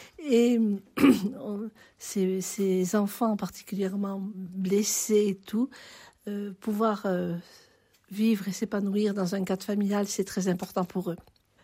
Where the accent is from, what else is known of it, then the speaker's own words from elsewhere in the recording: Occitanie, France; born there; je suis née en Lozère, dans un pays profondément huguenot et protestant.